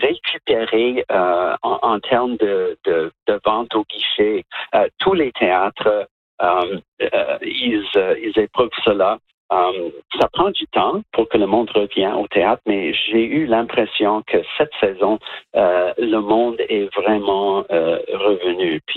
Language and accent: French; New Brunswick, Canada; je suis actuellement, je vous parle du Nouveau-Brunswick, là d'où je viens. Je suis là en vacances pour voir la famille.